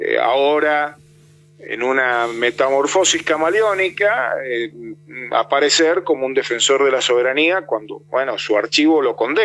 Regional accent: Argentina

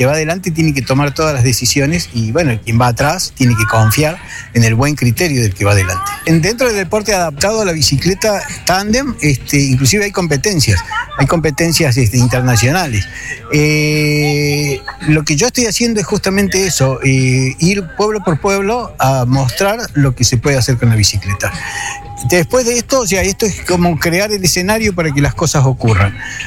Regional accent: Córdoba, Argentina; Yo soy de Córdoba capital.

